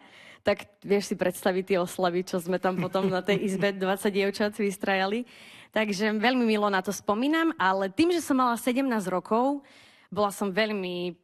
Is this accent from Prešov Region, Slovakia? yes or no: yes; Bardejov, Prešov Region, Slovakia; lebo ja originál pochádzam z Bardejova.